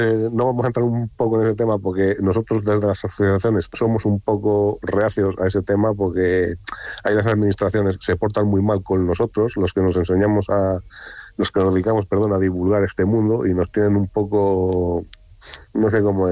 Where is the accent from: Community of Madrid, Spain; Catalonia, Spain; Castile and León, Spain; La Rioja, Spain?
Castile and León, Spain; Montemayor de Pililla; born or raised there